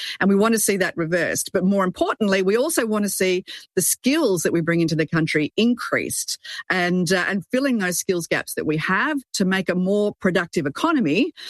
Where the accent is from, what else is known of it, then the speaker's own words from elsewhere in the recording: Melbourne, Victoria, Australia; my hometown of Melbourne